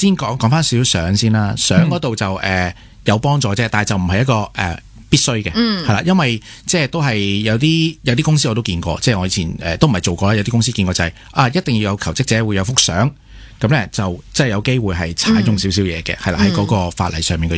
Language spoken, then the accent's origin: Cantonese; Hong Kong; 即是本我们香港人的